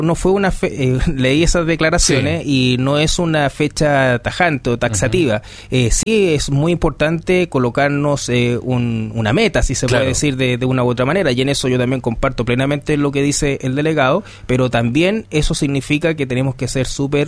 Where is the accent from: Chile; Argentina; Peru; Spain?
Chile; Valparaíso; yo soy muy muy porteño